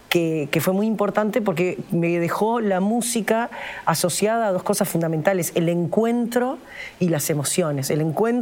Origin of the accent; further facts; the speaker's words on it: Paysandú, Uruguay; yo me crié en Paysandú. Viví toda mi infancia y mi adolescencia en el litoral, en el interior del país